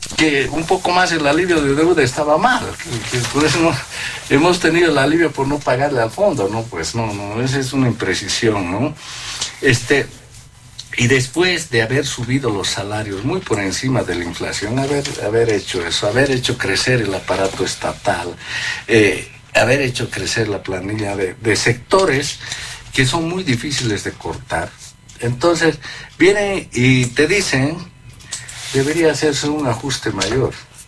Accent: Bolivia; nosotros como bolivianos tenemos experiencia

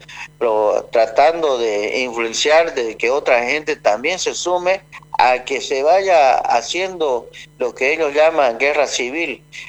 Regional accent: Bolivia; Todos somos bolivianos

